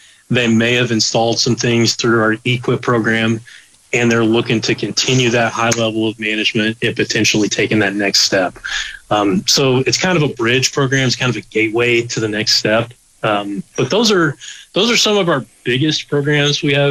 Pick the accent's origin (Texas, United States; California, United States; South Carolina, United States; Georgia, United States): Texas, United States; moved away as an adult; now in Alaska, United States; I'm from Texas.